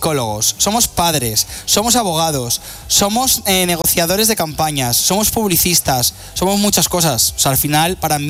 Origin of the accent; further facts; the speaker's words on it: Madrid, Community of Madrid, Spain; yo que soy de Madrid, todo pasa en Madrid.